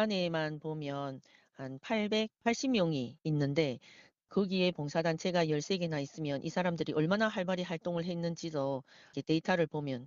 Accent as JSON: {"language": "Korean", "country": "North Korea", "moved": "yes", "lives_now": "South Korea", "said": "저희가 그 북한에서 탈북을 해서 삼국에서 살다가 여기로 넘어왔을 때는"}